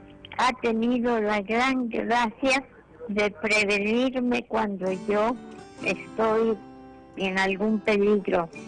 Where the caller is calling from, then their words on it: Orizaba, Veracruz, Mexico; De Orizaba, Veracruz.